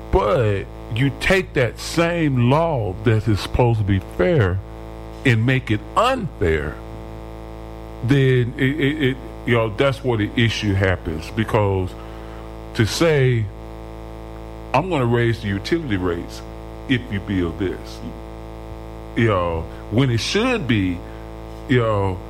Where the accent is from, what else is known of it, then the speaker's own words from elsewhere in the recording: Chicago, Illinois, United States; we used to have this saying growing up in Chicago that my relatives would say